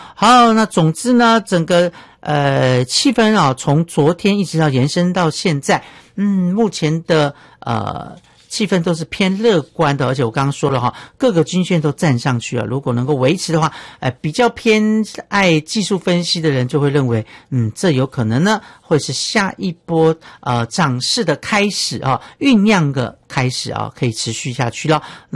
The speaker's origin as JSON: {"language": "Chinese", "region": "Miaoli County", "country": "Taiwan", "tie": "born or raised there", "said": "还有我的家乡苗栗，也欢迎大家来这个苗栗呢来玩玩齁。山城有很多好山好水齁"}